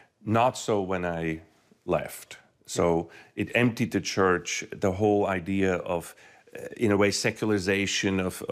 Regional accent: Lucerne, Switzerland; I'm from Switzerland, from the central part of Switzerland, from the canton of Lucerne.

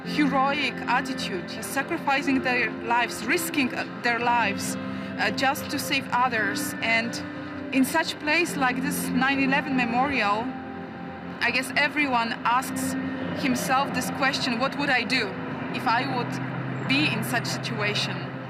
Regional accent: Poland; I'm from Poland, a country of many heroes

